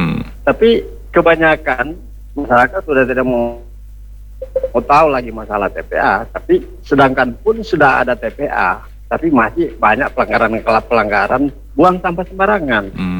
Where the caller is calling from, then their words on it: Airmadidi, North Sulawesi, Indonesia; desa saya Air Madidi Tarongtong, di belakang pabrik